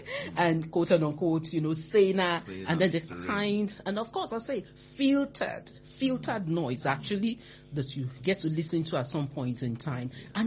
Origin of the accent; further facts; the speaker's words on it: Lagos, Nigeria; I grew up in Mushin in Lagos. And, you know, I grew up actually right opposite … Shrine when I was less than 10.